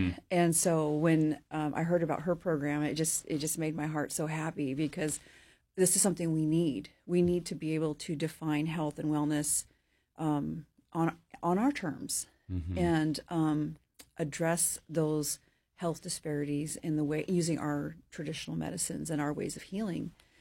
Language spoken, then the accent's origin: English; Ketchikan, Alaska, United States; Well, so I grew up in Heidelberg in Ketchikan, and so, but I'm an environmental scientist.